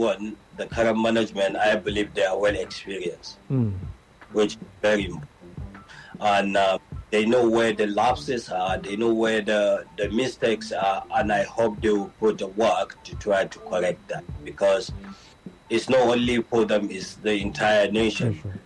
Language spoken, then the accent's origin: English; Nigeria; as a Nigerian